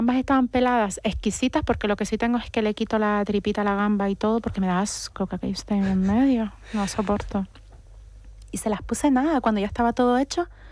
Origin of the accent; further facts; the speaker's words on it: Canary Islands, Spain; Yo vengo de Gran Canaria